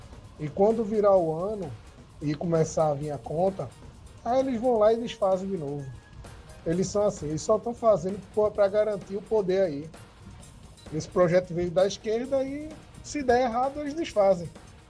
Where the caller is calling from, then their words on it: Paulista, Pernambuco, Brazil; sou de Paulista.